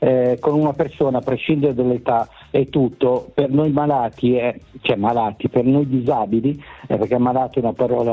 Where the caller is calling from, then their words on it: Milan, Lombardy, Italy; Da Milano.